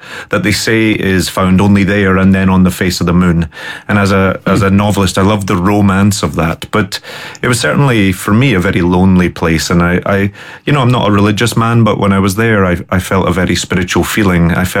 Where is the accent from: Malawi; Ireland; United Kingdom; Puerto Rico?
United Kingdom; Glasgow, Scotland; moved away as an adult; now in New York, United States; I grew up in Glasgow. I was the son of a single mother